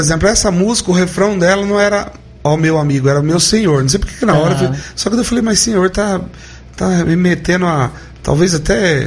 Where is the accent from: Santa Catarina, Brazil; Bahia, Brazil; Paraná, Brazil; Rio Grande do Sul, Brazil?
Paraná, Brazil; accent: Minas Gerais (mineiro); moved away; also born or lived in Itatiba, São Paulo; eu nasci em Itatiba tá aqui perto de Campinas, São Paulo, certo. Mas eu fui criado no Paraná, até tem gente que acha que eu sou mineiro, porque o paranaense tem sotaque parecido. Com o do mineiro.